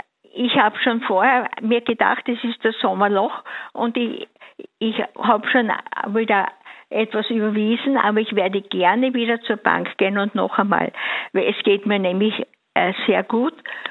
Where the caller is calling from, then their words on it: Graz, Styria, Austria; Ich rufe von daheim an, von Graz.